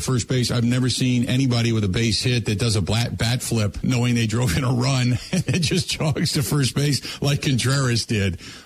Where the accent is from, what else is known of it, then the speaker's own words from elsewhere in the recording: Cincinnati, Ohio, United States; You know, Bob, I go back to when I was a kid. I grew up in Cincinnati and watched the Big Red Machine in 75 and 76